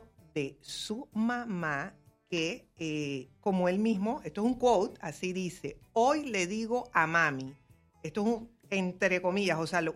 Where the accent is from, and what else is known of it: Panama